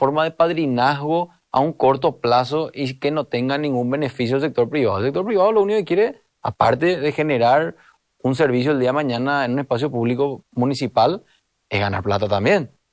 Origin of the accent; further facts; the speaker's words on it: Asunción, Paraguay; yo soy de sajoniero hasta los 14 años. Yo me crié en Sajonia, en la República de Sajonia. Vivía detrás de la seccional 21. O sea, conozco la seccional desde que soy chiquitito por eso. Yo jugaba fútbol en la seccional.